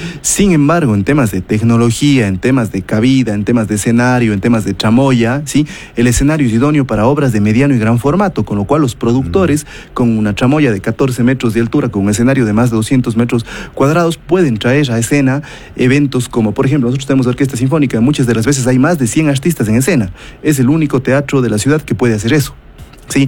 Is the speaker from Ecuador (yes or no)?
yes; Ecuador